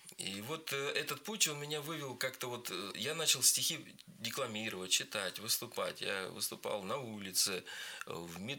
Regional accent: Sakha Republic, Russia; я вырос в Якутии

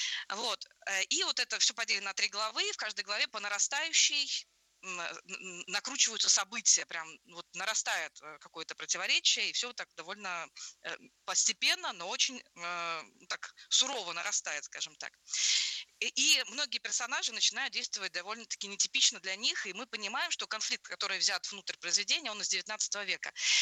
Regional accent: Kaluga Oblast, Russia; я же из Калужской области, для меня город Калуга очень родной

